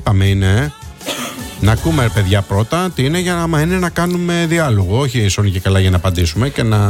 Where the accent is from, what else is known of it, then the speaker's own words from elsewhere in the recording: Mytilene, North Aegean, Greece; Πολλό δε μάλλον εμένα που είμαι και από τη Μυτιλίνη.